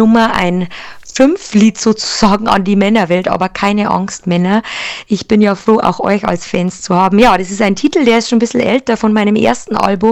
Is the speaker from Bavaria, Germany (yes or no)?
yes; Bavaria, Germany; accent: Bavarian; die Heimat, meine Wurzeln, Bayern natürlich, Niederbayern.